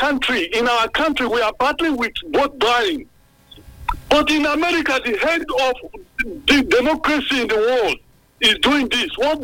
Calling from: Sabongida-Ora, Edo, Nigeria; I'm calling from Sabongida Ora.

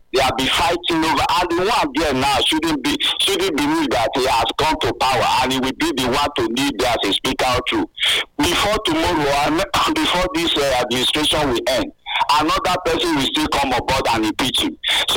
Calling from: Benin City, Edo, Nigeria; from Benin.

